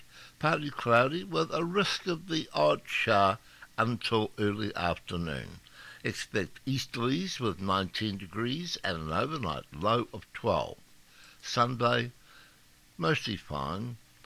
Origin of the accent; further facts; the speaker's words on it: Scotland, United Kingdom; now in New Zealand; I'm Scottish.